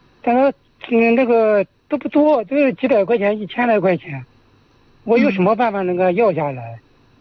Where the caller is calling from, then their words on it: Yangpu District, Shanghai, China; 就杨浦区的。